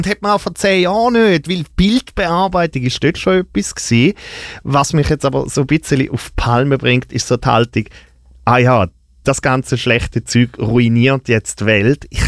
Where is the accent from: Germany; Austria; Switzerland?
Switzerland; Eastern Switzerland; Wir kommen ja beide aus dem Osten.